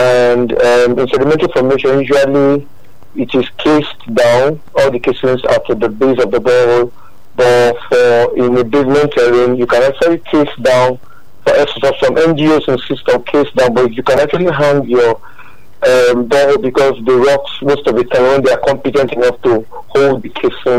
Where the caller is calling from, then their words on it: Ajuwon, Ogun, Nigeria; I'm calling from Ajuwon. Akute area.